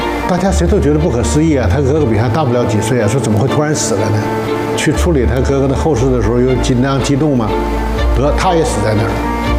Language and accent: Chinese; Yitong, Jilin, China; 我是1960年出生的，在我们吉林省义通县大沽山镇的一个乡村，祖祖辈辈都是以农业生产为生的。